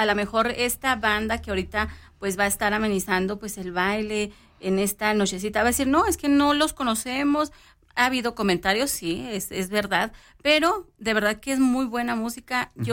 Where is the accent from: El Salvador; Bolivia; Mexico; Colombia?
Mexico; somos bien mexicanos